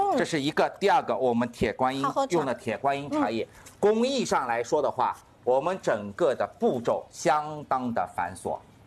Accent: Shanghai, China; 所以说它的口味都会去适用于我们上海人的口。

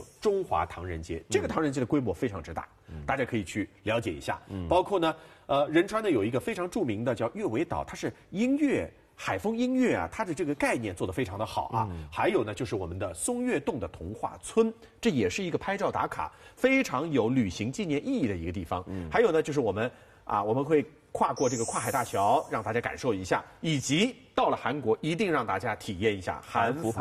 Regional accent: Shanghai, China; 我们上海人以前住的是石库门的房子，

